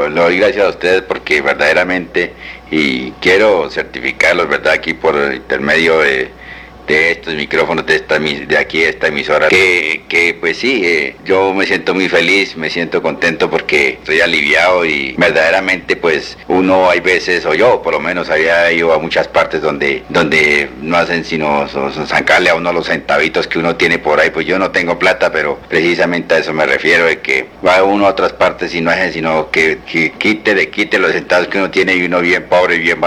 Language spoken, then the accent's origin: Spanish; Barbosa, Colombia; Yo vengo allí del centro de Barbosa.